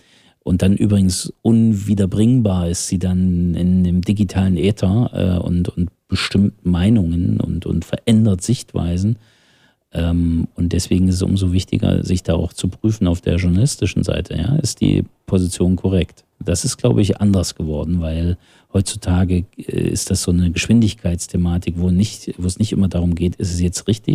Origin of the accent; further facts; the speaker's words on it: Thuringia, Germany; dass wir als Thüringer schon immer darauf angewiesen waren, dass Menschen zu uns gekommen sind